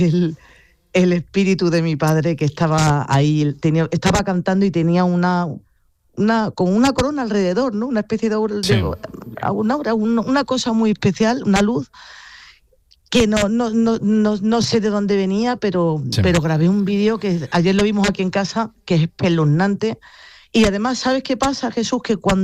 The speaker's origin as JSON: {"language": "Spanish", "town": "Granada", "region": "Andalusia", "country": "Spain", "said": "yo soy de Granada, soy una enamorada de mi tierra"}